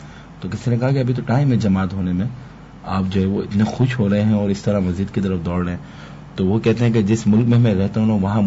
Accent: Pakistan; تو وہ پھر آپ اپنی پہچان بتاتے میں پاکستان سے ہوں, تو یہ ہماری ایک پہچان ہے بہت بڑی ہے.

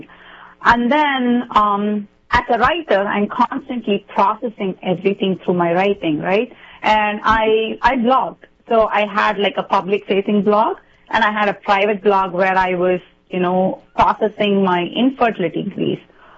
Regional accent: India; moved away; So I come from India

